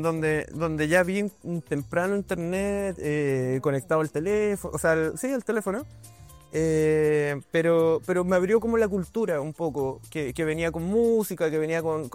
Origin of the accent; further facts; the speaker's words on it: Quillota, Valparaíso, Chile; yo crecí en Quillota, entonces veníamos mucho a andar en skate a Viña